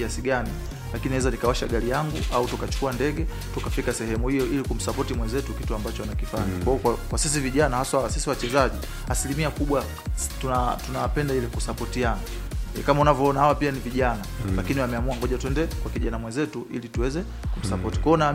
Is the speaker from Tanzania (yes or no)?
yes; Iringa, Tanzania; watu wengi wanajua kwa mimi ni mtu wa Iringa na mimi ni kijana wao kweli wa Iringa, ambaye nimeishi sana hapa miaka mingi.